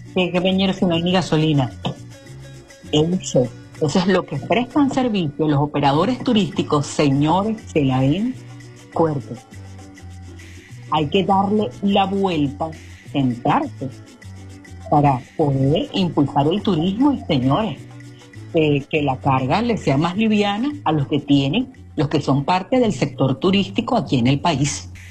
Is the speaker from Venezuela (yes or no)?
yes; Venezuela; como yo soy un venezolano